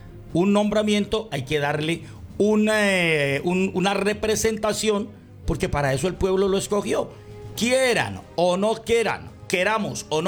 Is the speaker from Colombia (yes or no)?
yes; Colombia; Yo, en mi cédula dice República de Colombia. Yo soy colombiano. Así no haya votado, soy colombiano.